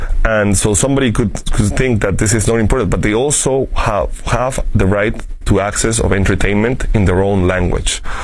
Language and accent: English; Lima, Peru; I am Peruvian. My mother is from Cusco, but I am from Lima. I am not Quechua and I am not indigenous